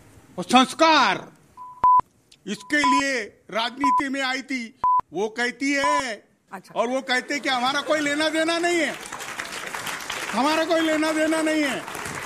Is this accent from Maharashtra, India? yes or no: yes; Yavatmal, Maharashtra, India; मैं बताता हूँ, मैं यवतमाल से आता हूँ, 2 सांसद चुन के आए शिवसेना के वहां से